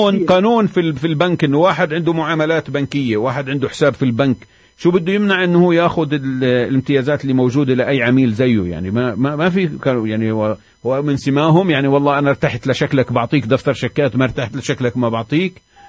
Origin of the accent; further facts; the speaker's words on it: West Bank, Palestine; عندنا في الضفة